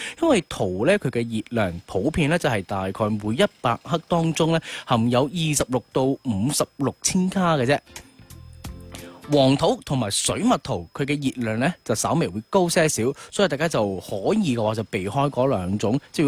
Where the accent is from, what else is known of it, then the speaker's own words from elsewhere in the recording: Guangdong, China; 我哋广东人